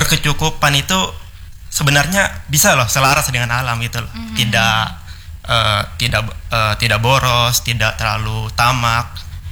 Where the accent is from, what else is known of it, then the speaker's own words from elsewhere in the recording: East Kalimantan, Indonesia; Karena saya juga orang Paser kan, jadi saya bisa memahami gitu bahasa yang mereka gunakan.